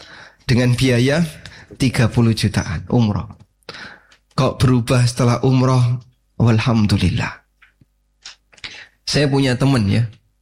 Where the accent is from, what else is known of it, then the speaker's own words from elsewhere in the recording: Lamongan, East Java, Indonesia; now in Sleman, Indonesia; kalau saya, Pak, asli Lamongan, tinggal di Sleman, KTP Klaten.